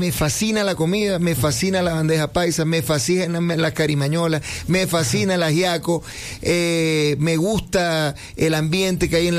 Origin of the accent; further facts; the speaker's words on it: Dominican Republic; Sí, nosotros estamos sonando mucho allá, nosotros venimos de República Dominicana.